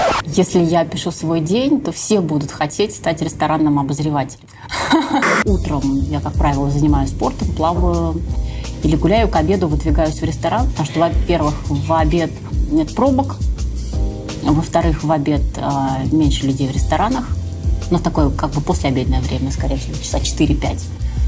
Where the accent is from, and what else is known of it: Russia